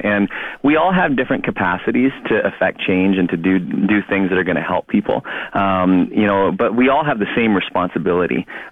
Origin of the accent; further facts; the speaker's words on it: Canada; one of the amazing, not only responsibilities, but privileges we have of being Canadian. We get to live in a place where the things that we do can actually change the world.